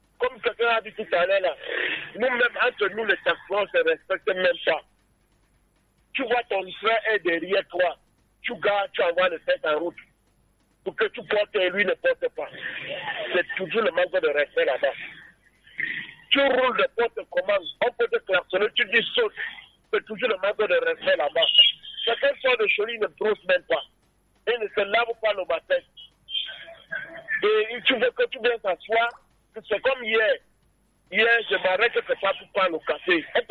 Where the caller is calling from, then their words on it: Yaoundé, Centre, Cameroon; surtout ici à Yaoundé, que j'ai fait presque 10 ans.